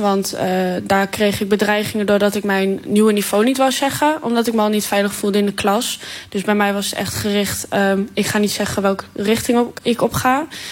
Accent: Hengelo, Overijssel, Netherlands; born there; ik kom natuurlijk uit Hengelo, Twente. Dus veel Nederlanders, veel Tukkers.

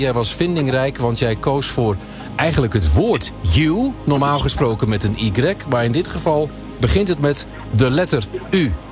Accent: Kootwijkerbroek, Gelderland, Netherlands; bij het dorp waar ik vandaan kom, daar heb je een Kootwijkerbroek is dat.

